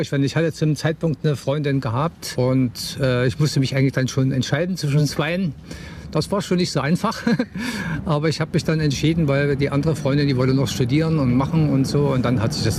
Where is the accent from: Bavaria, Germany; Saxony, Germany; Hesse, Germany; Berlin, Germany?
Saxony, Germany; Torgau; born there; now in Leipzig, Germany; ich bin in Torgau geboren. Das war im Jahr 1953.